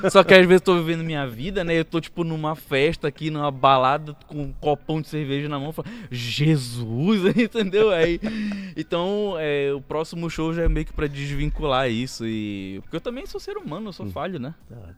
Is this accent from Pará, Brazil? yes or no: yes; Belém, Pará, Brazil; born there; eu sou pobre também e nasci em Belém.